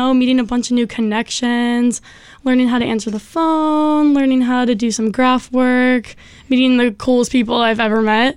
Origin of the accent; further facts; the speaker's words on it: Martha's Vineyard, Massachusetts, United States; Oh, yeah. I grew up here. On Martha's Vineyard? Yeah, I've lived here for 19 years.